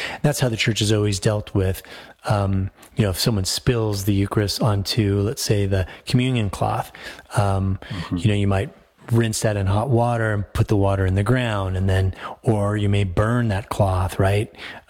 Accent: Denver, Colorado, United States; born there; moved away; I went to high school in Aurora, Colorado. I lived in Denver, but I was bused over to a high school in Aurora.

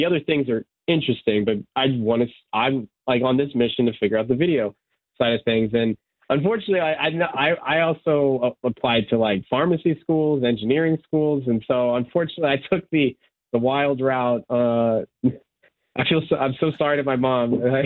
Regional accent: United States; first language Serbian; English is a second language; I grew up here in the United States, you know, I knew I was like Serbian and like, I guess I was like the foreign kid in a way

